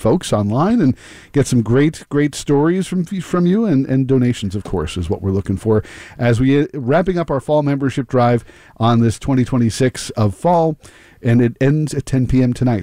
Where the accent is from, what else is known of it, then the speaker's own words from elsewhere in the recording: Sleepy Hollow, New York, United States; I know that my hometown is blowing up with Halloween town time.